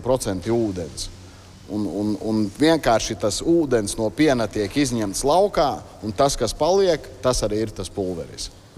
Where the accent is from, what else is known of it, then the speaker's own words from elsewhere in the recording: Latgale, Latvia; mēs esam latgalieši, mēs esam no Latgales